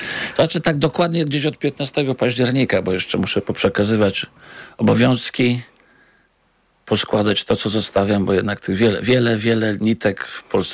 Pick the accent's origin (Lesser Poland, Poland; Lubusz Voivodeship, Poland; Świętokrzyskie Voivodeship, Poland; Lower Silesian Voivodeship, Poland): Lower Silesian Voivodeship, Poland; Wrocław; i pan, i ja jesteśmy z Wrocławia.